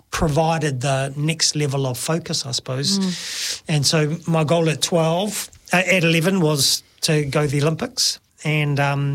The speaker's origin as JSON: {"language": "English", "town": "Palmerston North", "region": "Manawatū-Whanganui", "country": "New Zealand", "tie": "born or raised there", "said": "I was born and bred here in Palmerston North in the Manawatū. My parents were young parents. And so they had five boys."}